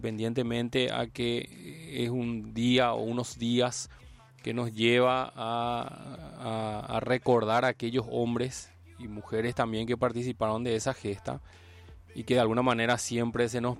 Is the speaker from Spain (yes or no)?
no; Paraguay; De nosotros como ciudadanos paraguayos